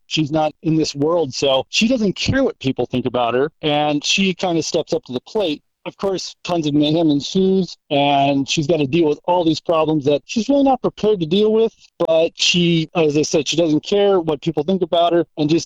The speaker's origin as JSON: {"language": "English", "town": "Payson", "region": "Arizona", "country": "United States", "tie": "born or raised there", "also_born_or_lived": "Phoenix", "moved": "yes", "lives_now": "Four Corners area, United States", "said": "I was born in Phoenix, raised in a little town about an hour north of there called Payson."}